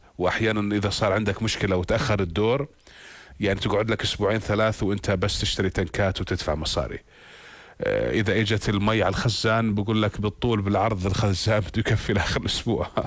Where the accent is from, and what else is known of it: Jordan